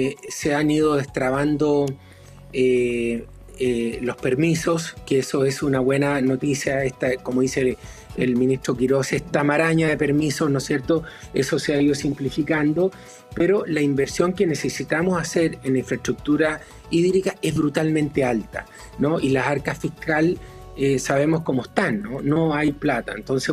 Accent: Chile

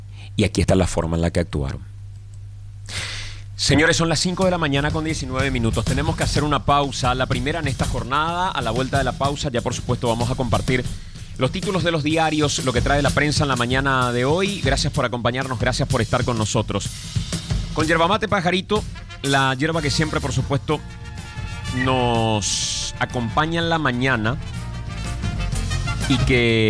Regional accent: Paraguay

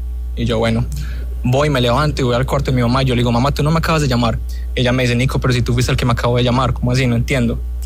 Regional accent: Medellín, Antioquia, Colombia; now in Fort Lauderdale, United States; me comunico desde Fort Lauderdale, Florida, pero soy de Medellín.

